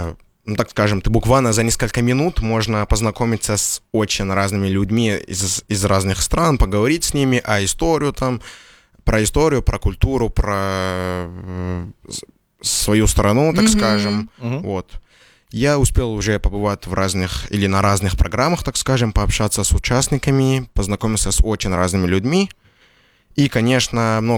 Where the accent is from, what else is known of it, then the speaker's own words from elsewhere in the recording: Algeria; Russian is a second language; moved away as an adult; now in Russia; Вот, я родом из Алжира. Приехал, ну, учиться в Россию, во-первых, и вот сюда приехал в Екатеринбург